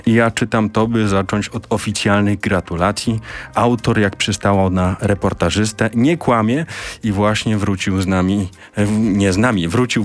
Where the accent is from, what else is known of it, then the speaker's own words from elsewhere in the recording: Silesian Voivodeship, Poland; moved away; also born or lived in Gliwice; ja jestem również ze Śląska, nie jestem warszawiakiem, słoikiem, tutaj mógłbym zakrzyknąć, podobnie jak autor Aglo, nie chcę się chwalić, ale jestem ze Śląska.